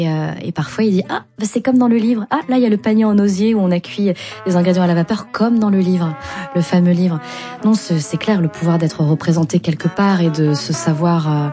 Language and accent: French; France; born there; que nos parents sont nés au Vietnam ou ailleurs, que nous on est nés en France, on envie cette vietnamité